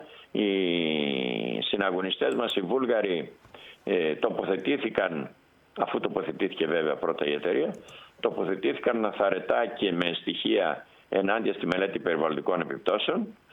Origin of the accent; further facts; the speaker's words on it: Greece; εμείς σαν Έλληνες